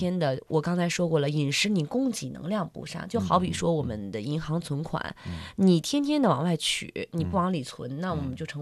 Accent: China

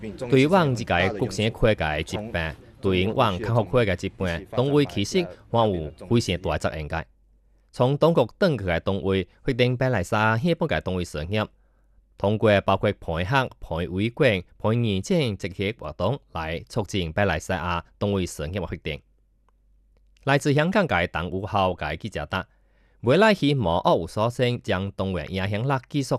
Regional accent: Taiwan; 毕竟我来自台湾，动手实践能力相对有兴趣

